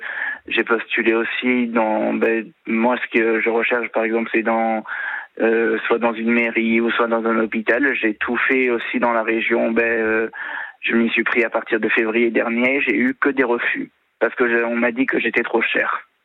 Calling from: Pignans, Provence-Alpes-Côte d'Azur, France

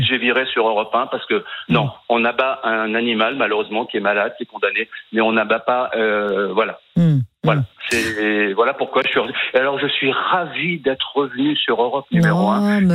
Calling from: Lyon, Auvergne-Rhône-Alpes, France; je suis de Lyon

